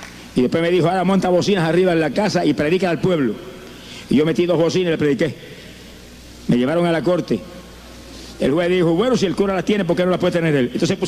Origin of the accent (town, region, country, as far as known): Camuy, Puerto Rico; born or raised there